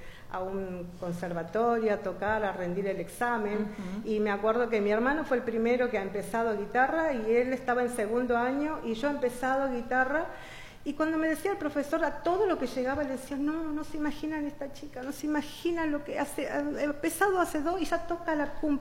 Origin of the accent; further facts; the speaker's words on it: Buenos Aires, Argentina; born there; also born or lived in Icaño; soy de Buenos Aires nacida, pero mis vacaciones y mi vida era en Icaño.